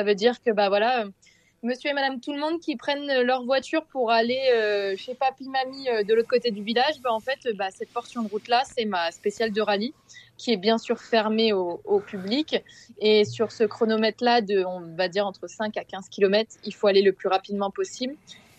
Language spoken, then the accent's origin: French; Normandy, France; born there; moi je suis née dans l'Orne, mais j'habite dans la Sarthe, donc c'est mes deux départements, on va dire, de natal